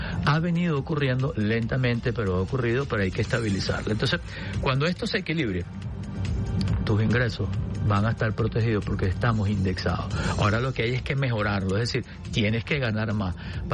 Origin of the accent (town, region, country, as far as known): Venezuela